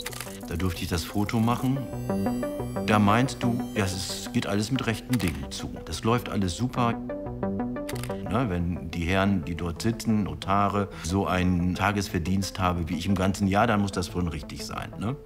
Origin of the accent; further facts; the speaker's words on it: Lower Saxony, Germany; Bei uns im Emsland zählt noch ein Handschlag und man glaubt sich, man vertraut sich. Und so bin ich auch aufgewachsen.